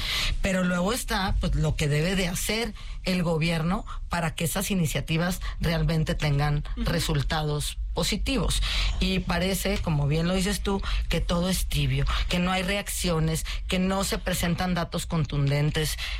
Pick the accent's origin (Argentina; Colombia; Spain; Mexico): Mexico; Durango; yo soy de Durango. En mi estado, la percepción de la colusión del crimen organizado con las autoridades estatales